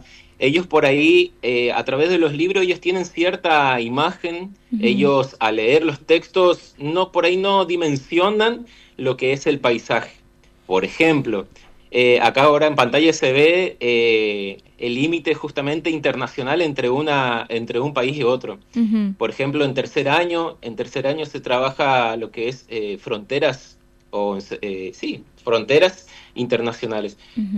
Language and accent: Spanish; Oberá, Misiones, Argentina; yo soy de Oberá